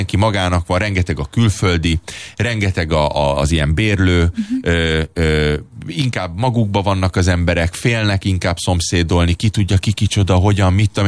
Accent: Budapest, Hungary; Elég lenne az, ami nekem gyerekként volt Újpesten.

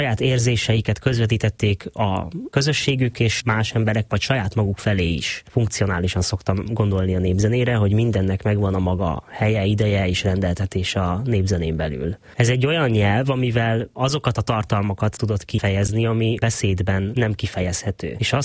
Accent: Bicske, Fejér, Hungary; Én Bicskén nőttem föl

